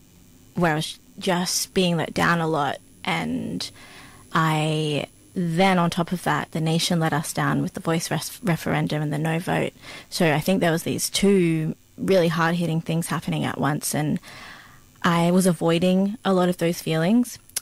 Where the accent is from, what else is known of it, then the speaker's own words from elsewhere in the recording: New South Wales, Australia; So growing up on Darug country was big important part of who I am and my identity as well, and being in between, I guess, from the mountains to the sea was that's kind of about me, where I'm from, where I'm coming from.